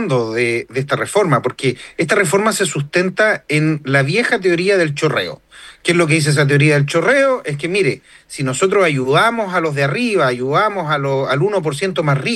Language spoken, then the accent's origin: Spanish; Chile; los que nos vamos a quedar con el problema somos los chilenos.